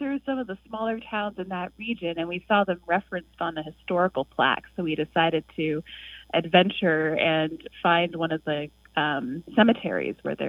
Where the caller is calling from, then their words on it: Denver, Colorado, United States; I'm calling from Denver, Colorado.